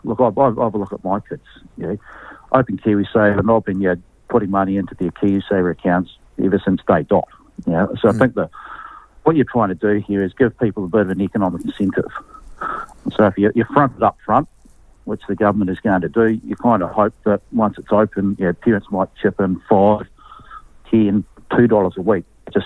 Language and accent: English; New Zealand